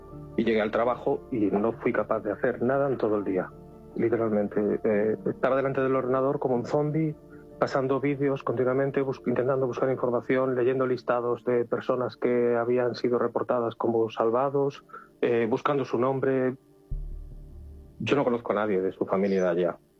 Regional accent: Vilagarcía de Arousa, Galicia, Spain; Soy de Villagarcía, de hecho, y voy en coche normalmente.

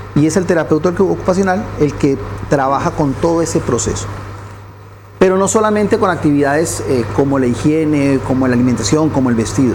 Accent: Cali, Valle del Cauca, Colombia; moved away as an adult; now in Paraguay; Yo soy colombiano.

